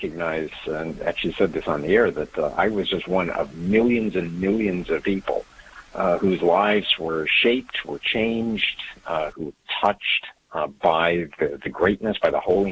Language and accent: English; Hawaii, United States; I had the honor of knowing Fulton J. Sheen a little bit when I was a kid growing up in Hawaii.